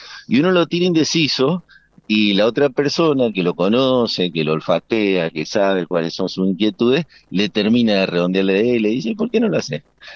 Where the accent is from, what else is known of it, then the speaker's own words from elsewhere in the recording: Mendoza, Argentina; Creo que soy el único mendocino